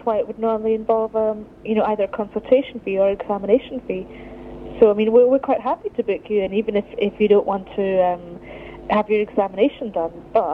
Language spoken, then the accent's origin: English; Glasgow, Scotland, United Kingdom; No, I'm not Arabian. I'm from Glasgow. I'm Scottish.